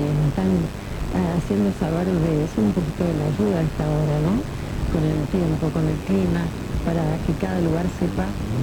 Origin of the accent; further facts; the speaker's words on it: Córdoba, Argentina; moved away; ¿Por dónde dijo la zona de las Varillas? ¡Ay, qué lindo! Ese de mis pagos.